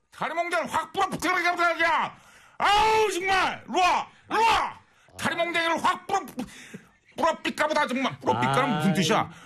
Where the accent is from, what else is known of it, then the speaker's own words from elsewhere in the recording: Cheongju, North Chungcheong, South Korea; 아 제가 또 청주 사람이잖아요.